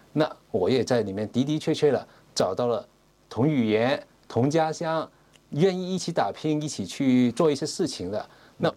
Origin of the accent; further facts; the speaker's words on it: Wuyi, Zhejiang, China; 让他们再回到我们的家乡，回到我们的武义